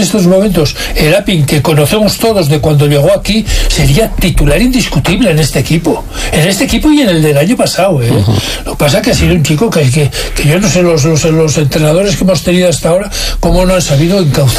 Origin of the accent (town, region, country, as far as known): Spain